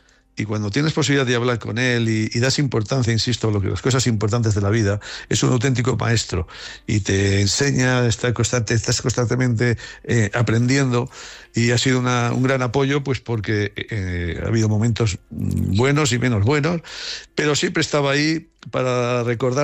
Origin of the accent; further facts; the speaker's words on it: Haro, La Rioja, Spain; el sentir a Haro como, insisto, como nuestro pueblo, porque bueno. Pues así nos hemos criado